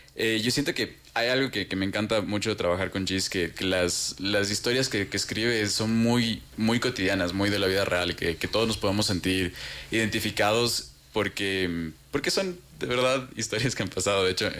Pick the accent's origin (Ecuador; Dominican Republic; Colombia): Ecuador